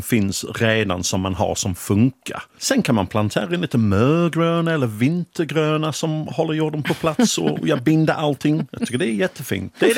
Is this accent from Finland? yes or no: no; Sheffield, Yorkshire and the Humber, United Kingdom; Swedish is a second language; now in Sweden; Kanske jag var inte så medveten om det då när jag var liten, men jag minns att det var väldigt mycket som var terrasserad.